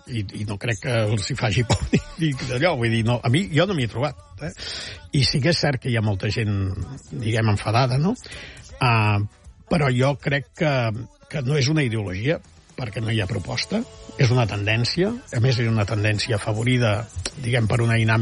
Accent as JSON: {"language": "Catalan", "region": "Catalonia", "country": "Spain"}